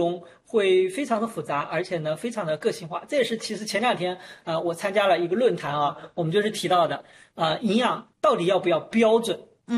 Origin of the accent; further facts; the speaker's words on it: Shanghai, China; 我们上海人有句话